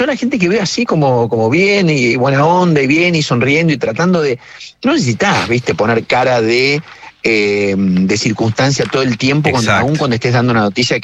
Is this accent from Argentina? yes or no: yes; Santa Fe, Argentina; also born or lived in Córdoba; Mi papá, mi familia vivía en Sever, vivía en el pueblo. Es un pueblito muy chiquitito